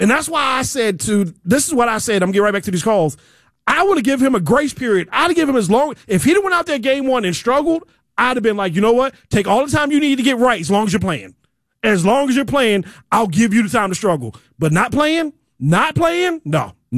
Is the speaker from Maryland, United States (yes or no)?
yes; Baltimore, Maryland, United States; I grew up in Baltimore.